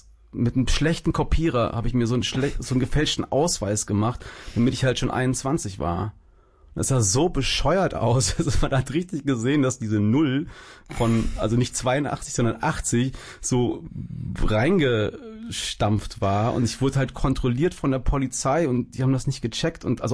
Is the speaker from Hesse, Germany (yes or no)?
yes; Hesse, Germany; also born or lived in Los Angeles, United States; ich bin im Dorf groß geworden, so, hab dann in Gießen mein Abi gemacht und danach irgendwie ja auch von der Welt noch nicht viel gesehen gehabt